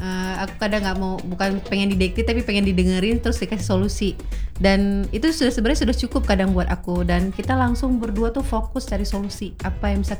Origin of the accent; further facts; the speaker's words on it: Java, Indonesia; dari Indonesia juga.